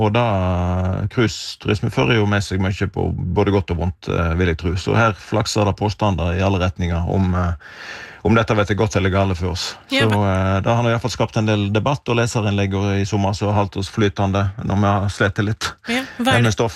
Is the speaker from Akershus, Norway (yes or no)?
no; Vestland, Norway; Vi kommer jo fra Jon Fosseland, som er vel på en måte litt programforpliktet til å både skrive og like nynorsk.